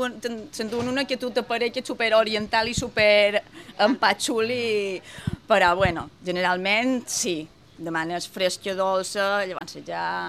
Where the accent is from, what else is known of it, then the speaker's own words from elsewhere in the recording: Felanitx, Balearic Islands, Spain; Ja me fa llàstima, perquè jo, per exemple, ja som de Porto Colom, i Felanitx, que ha estat el meu poble tota la vida, és un poble mort